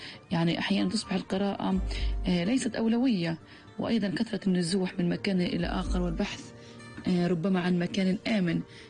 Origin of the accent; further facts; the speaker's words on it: Palestine; وكأن المفتاح أصبح رمزا لمعاناتنا كفلسطينيين